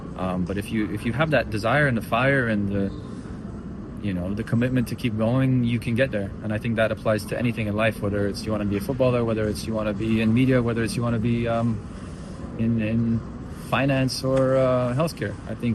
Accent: Belgium; moved away as an adult; now in Canada; I grew up in Belgium, and it was a very, very competitive environment. And so I never had my opportunity there. And then I came to Canada

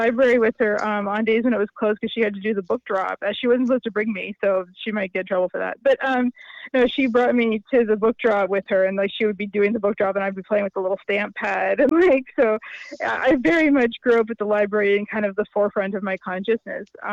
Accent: Nova Scotia, Canada; I'm from Nova Scotia originally, yeah.

